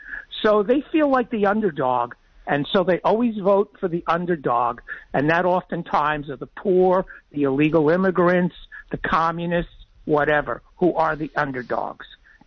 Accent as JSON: {"language": "English", "town": "Philadelphia", "region": "Pennsylvania", "country": "United States", "tie": "born or raised there", "said": "Now, I grew up in Philadelphia."}